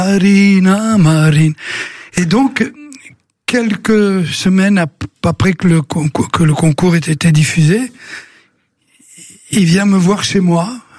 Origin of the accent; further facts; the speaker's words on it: Belgium; chez nous en Belgique